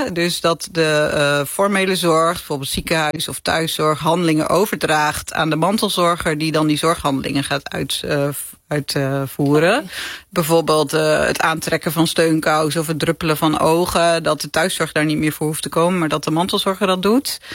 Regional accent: Groningen, Netherlands; Ja, ik kom uit Groningen

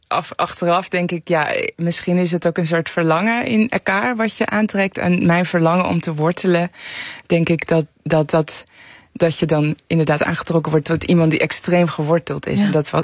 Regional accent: Tehran, Tehran Province, Iran; also born or lived in Amsterdam; now in Netherlands; Maar ik kom uit Teheran en ik kan niet terug.

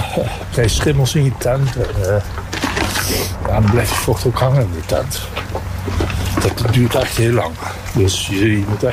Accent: Nijmegen, Gelderland, Netherlands; Ja, ik ben geboren in Nijmegen, getogen.

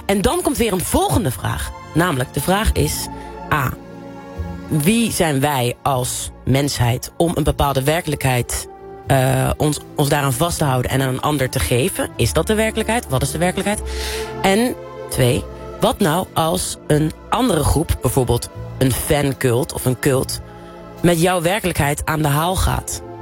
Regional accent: Eindhoven, North Brabant, Netherlands; Ik kom uit Eindhoven.

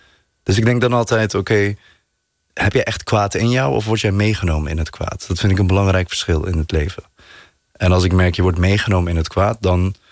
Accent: North Brabant, Netherlands

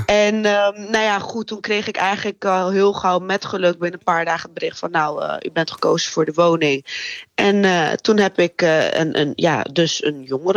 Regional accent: Rotterdam, South Holland, Netherlands; want ik kom zelf uit Rotterdam, op Woonnet Rijnmond.

